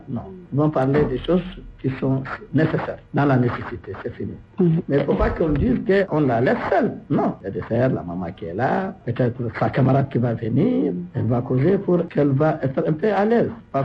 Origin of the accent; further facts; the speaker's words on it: Chad; Chez nous, au Tchad, la femme, avant, elle prend des tissus blancs.